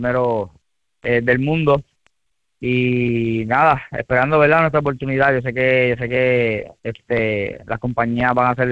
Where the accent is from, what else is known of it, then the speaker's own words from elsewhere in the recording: Aguadilla, Puerto Rico; poniendo a Puerto Rico en alto, a mi pueblo de Aguadilla también.